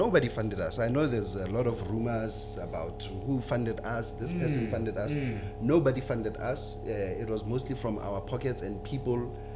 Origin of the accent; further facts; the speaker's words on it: Merafong, Gauteng, South Africa; as a Merafong native, I'm from here. In fact, I was born 1, 2, 3, 4 streets away from here.